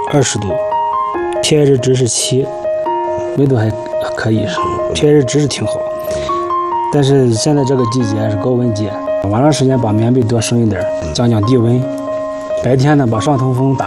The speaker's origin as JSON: {"language": "Chinese", "region": "Shandong", "country": "China", "tie": "born or raised there", "said": "2021年的时候在山东老家"}